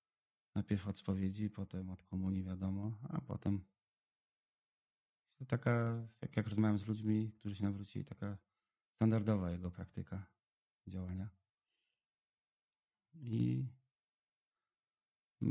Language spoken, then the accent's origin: Polish; Lublin, Lublin Voivodeship, Poland; moved away; w Lublinie, tam gdzie ja się wychowałem